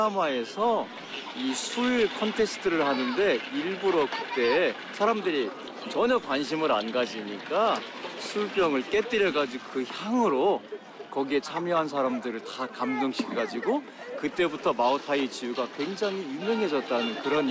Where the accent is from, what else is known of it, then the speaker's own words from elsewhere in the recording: South Korea; 에게 기념으로 준다는 뜻이고요.